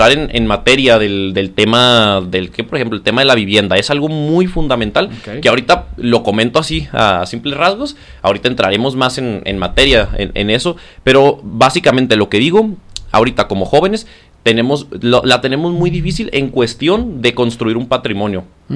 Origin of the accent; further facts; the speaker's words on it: Guerrero, Chihuahua, Mexico; Guerrero, que yo soy de Guerrero, originario de ¡Ale! Ahí.